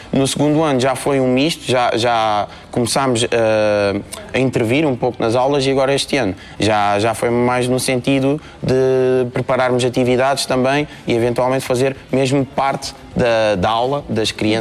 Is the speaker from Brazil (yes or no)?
no; Olhão, Algarve, Portugal; tenho 21 anos, sou de Olhão